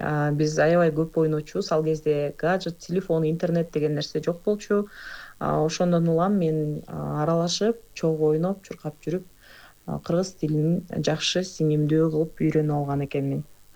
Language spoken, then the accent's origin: Kyrgyz; Kyzyl-Adyr, Talas Region, Kyrgyzstan; born or raised there